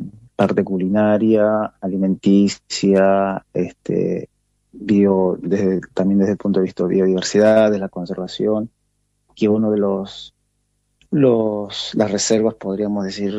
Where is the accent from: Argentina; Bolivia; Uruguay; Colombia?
Argentina; Colanzulí, Salta; Nosotros somos de Colanzulí, que está ubicado en el departamento de Iruya, en la provincia de Salta. Está bien al norte de la provincia de Salta